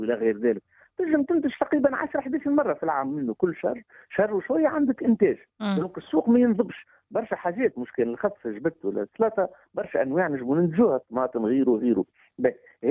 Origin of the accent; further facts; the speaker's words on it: Tunisia; عندنا في تونس